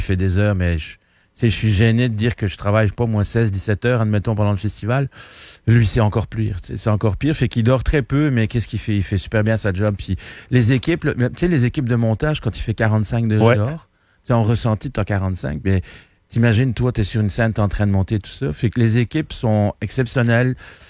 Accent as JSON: {"language": "French", "country": "Belgium", "said": "Puis moi, je viens de Belgique"}